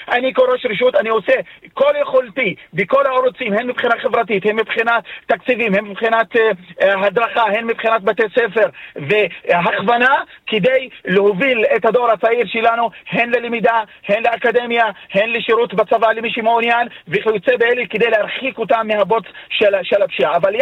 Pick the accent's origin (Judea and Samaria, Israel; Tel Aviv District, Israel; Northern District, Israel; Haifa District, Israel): Northern District, Israel; אנחנו כמגזר בדואי בצפון, אני מדבר